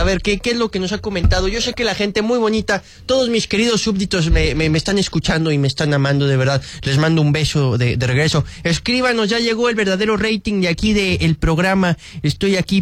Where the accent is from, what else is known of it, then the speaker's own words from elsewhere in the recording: Mexico; no sé si somos nosotros los mexicanos los salados